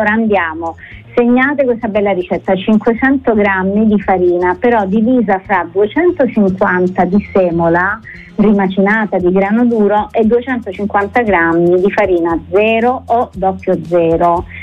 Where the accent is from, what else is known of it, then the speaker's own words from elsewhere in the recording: Apulia, Italy; Tu sai che io sono salentina, no? Sono pugliese comunque.